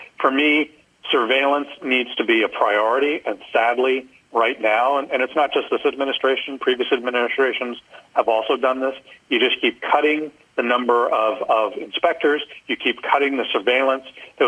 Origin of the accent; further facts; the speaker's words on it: United States; as American citizens